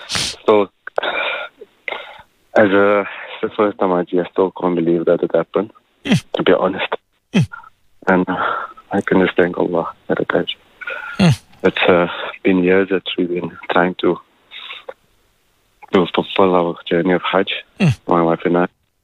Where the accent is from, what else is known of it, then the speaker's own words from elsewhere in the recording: Cape Town, Western Cape, South Africa; I'm from South Africa, Cape Town.